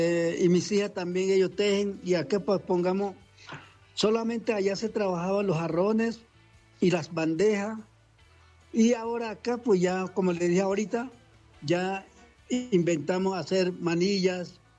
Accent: Chocó, Colombia; moved away as an adult; now in Bogotá, Colombia; soy de la comunidad de San Antonio de Togromá, del Bajo San Juan. De Cordó, el municipio.

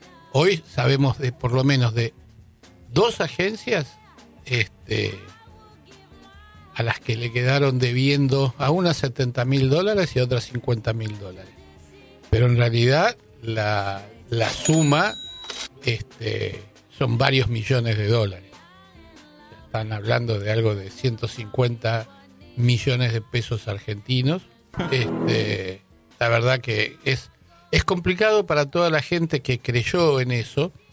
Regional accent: Galicia, Spain; O sea, somos todos gallegos.

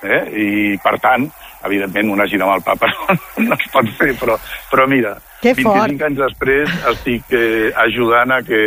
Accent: Barcelona, Catalonia, Spain; com a ciutadans de Barcelona, com a Catalunya, com a catalans que som.

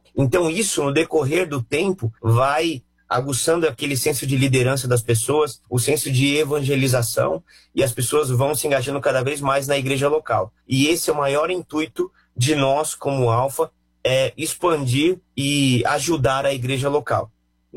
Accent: Brazil; que nós, como brasileiros, sempre ficamos refém do calendário que é colocado nacionalmente.

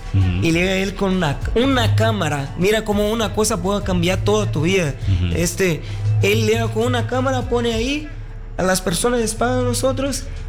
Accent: Brazil; yo como brasileño tengo las responsabilidades de la cara

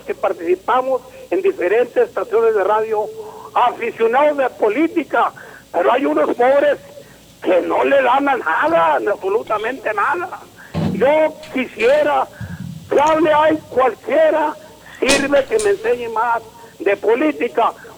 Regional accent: Mato Pino, Coahuila, Mexico; allá en Mato Pino, en Coahuila, y donde yo me crié, allá me crié yo en Mato Pino, Coahuila.

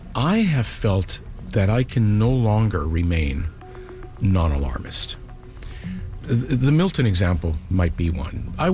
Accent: Puerto Rico; moved away; I'm Puerto Rican, and I grew up in Puerto Rico. Hurricanes and tropical cyclones were a part of my upbringing down there.

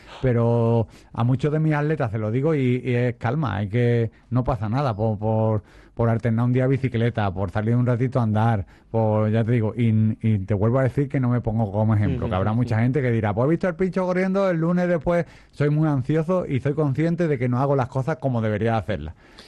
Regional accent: Ronda, Andalusia, Spain; Y ya sabemos, los que somos de Ronda sabemos lo que es la logística legionaria, por así decirlo.

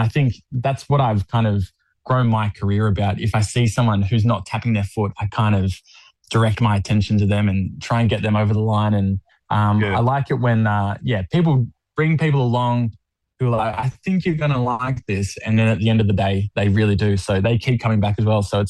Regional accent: Cronulla, New South Wales, Australia; moved away; also born or lived in Gymea; I grew up in Cronulla

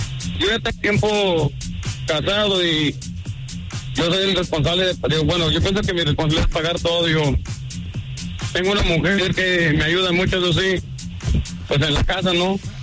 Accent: Michoacán, Mexico; O de Michoacán.

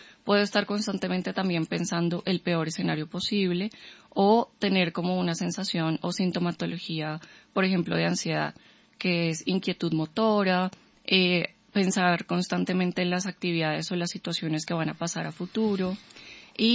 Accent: Bogotá, Colombia; nosotros como bogotanos o como colombianos

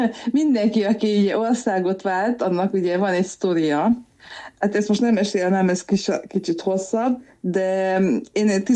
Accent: Budapest, Hungary; Hát nekem a gyerekkorom az elég vegyes, mert Budapest pesti vagyok, de viszont a családnak a másik fel a Somogyból, Kaposvárról származik

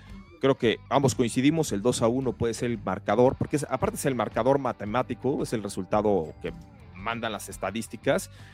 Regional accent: Mexico

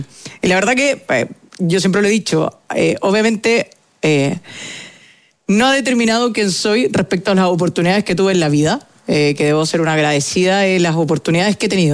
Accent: Chanco, Maule, Chile; Yo vengo de Chanco, que es una comuna que queda en el Maule Sur, hacia la costa, entre Constitución y Cauquenes, pero en la costa.

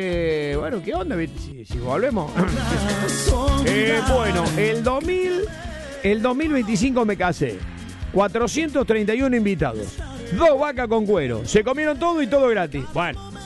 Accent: Villa María, Córdoba, Argentina; de Villa María, voy viajando a Córdoba

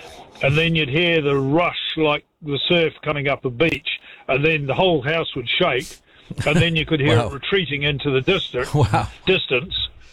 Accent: West Coast, New Zealand; I grew up on the West Coast back in the late 40s, early 50s

